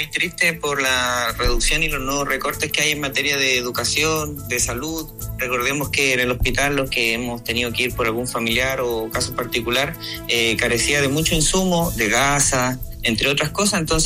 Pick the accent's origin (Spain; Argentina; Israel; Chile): Chile; Como patriota, como chileno